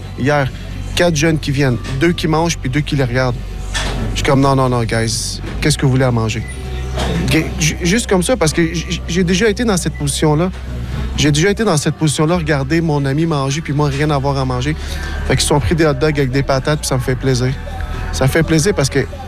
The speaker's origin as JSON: {"language": "French", "town": "Verdun", "region": "Quebec", "country": "Canada", "tie": "born or raised there", "said": "Dans Verdun, j'ai grandi dans Verdun. Je connais les difficultés que les Verdunois ou que les jeunes ont eu."}